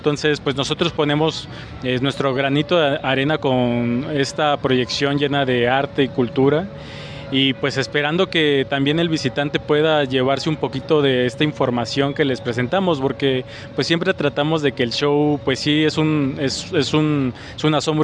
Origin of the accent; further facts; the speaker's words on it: Mexico; nos da identidad a nosotros como mexicanos